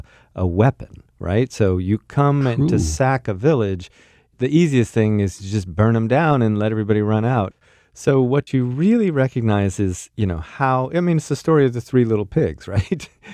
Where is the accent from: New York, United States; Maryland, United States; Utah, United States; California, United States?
California, United States; Imagine I come out of the suburbs in California. I'm a kid from America. And I end up in this guild